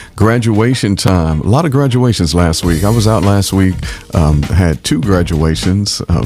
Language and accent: English; Dayton, Ohio, United States; Then back home in my hometown of Dayton, Ohio, where my second-born nephew graduated on last Tuesday.